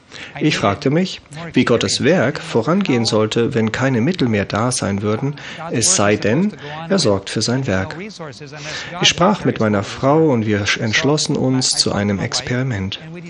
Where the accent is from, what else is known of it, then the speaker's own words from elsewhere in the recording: Bolivia; German is a second language; also born or lived in United States; Nun, wir sind beide in den USA geboren, sind aber in Bolivien aufgewachsen.